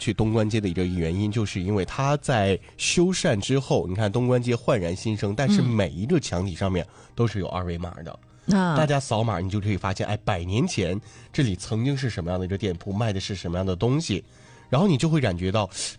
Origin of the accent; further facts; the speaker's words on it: Dalian, Liaoning, China; 它是我们大连人共同的一个财富啊，